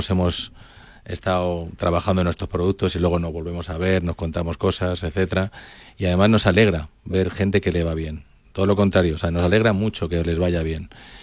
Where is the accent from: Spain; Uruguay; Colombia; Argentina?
Spain; somos latinos, somos españoles, y hay una cosa que nos gusta mucho y es el contacto físico.